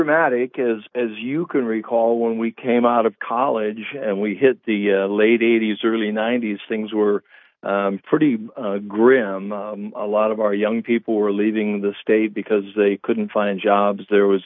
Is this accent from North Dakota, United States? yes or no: yes; Tioga, North Dakota, United States; My hometown of Tioga, I mean, has three or four brand new facilities